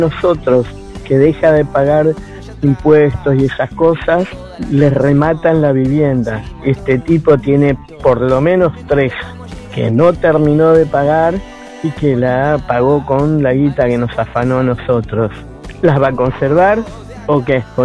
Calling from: La Matanza, Buenos Aires Province, Argentina; de La Matanza.

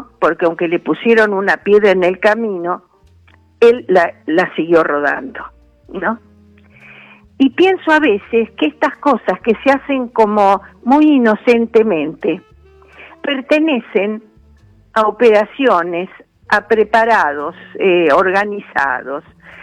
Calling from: Buenos Aires, Argentina; de Coghlan

